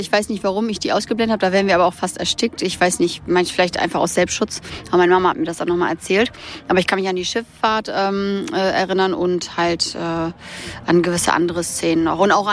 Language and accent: German; Lower Saxony, Germany; also born or lived in Iraq; Landkreis Kloppenburg gehört nicht zu Emsland, aber ich bin da aufgewachsen, sag ich mal so.